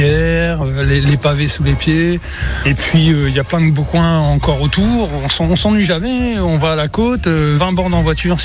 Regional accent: Quimper, Brittany, France; Je suis à Quimper, j'aime bien être ici, j'aime mon pays

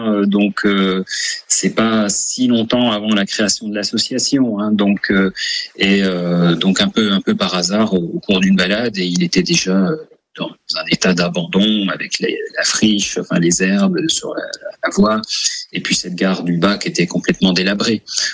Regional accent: Besançon, Bourgogne-Franche-Comté, France; Me concernant, bon, je suis byzantin d'origine, je suis né et grandi à Besançon, donc et puis j'ai encore des attaches familiales

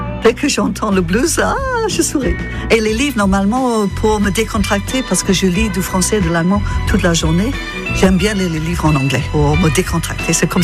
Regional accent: Scotland, United Kingdom; accent: Scottish; French is a second language; moved away as an adult; now in Le Mans, France; j'ai un accent qui vient du fait que je suis écossaise. Je suis arrivée au Mans parce que j'ai rencontré un Breton à Édimbourg pour le match Écosse-France.

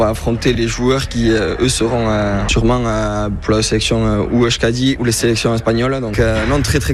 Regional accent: Mauléon-Licharre, Nouvelle-Aquitaine, France; Moi je viens de Moléon

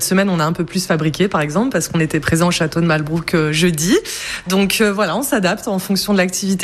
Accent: Boulay-Moselle, Grand Est, France; j'ai grandi à Boulay, moi, hein, donc effectivement, les gens me connaissent. Ils m'ont connue petite.

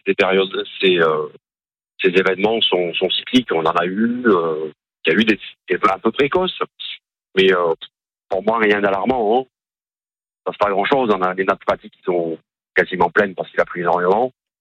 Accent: Occitanie, France; moi je suis natif de l'Hérault, je suis à 34 cadastrés, hein, comme on dit.

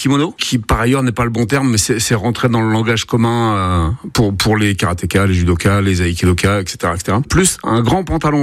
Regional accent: Normandy, France; Moi, je suis issu de la Normandie

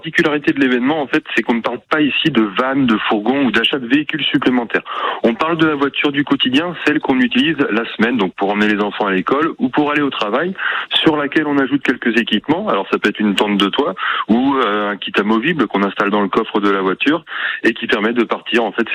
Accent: Brittany, France; Je suis breton moi, donc ça me fait pas peur.

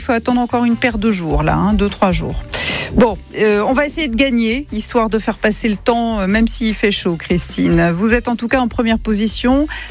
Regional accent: Brazil; accent: Brazilian; je vais le massacrer avec mon accent brésilien

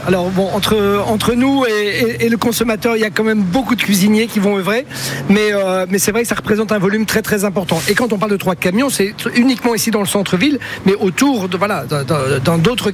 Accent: Holland, Netherlands; French is a second language; On a la chance chez nous en Hollande que les moules soient toujours sous l'eau

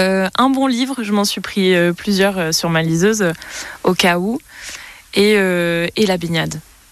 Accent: central France, France; now in Bordeaux, France; j'ai grandi dans le centre de la France

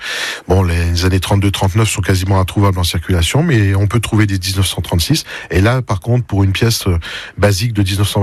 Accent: Épinal, Grand Est, France; moi je suis sur de l'Épinal, et puis on a quand même subi la guerre de plein feu, la deuxième guerre

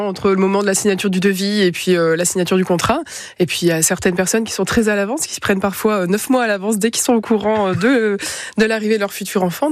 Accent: Normandy, France; moi, je suis originaire de la Manche. Je souhaite vraiment rester dans la Manche.

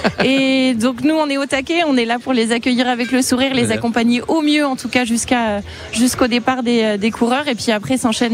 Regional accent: Angers, Pays de la Loire, France; Alors non, moi je suis angevine.

